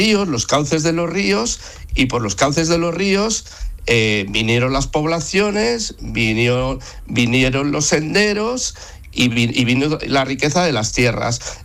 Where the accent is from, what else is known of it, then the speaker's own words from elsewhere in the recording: northern Spain, Spain; moved away as an adult; now in Seville, Spain; yo soy del norte de España, llegué hace 12 años a Sevilla y estaba muy acostumbrado a ir todos los días al monte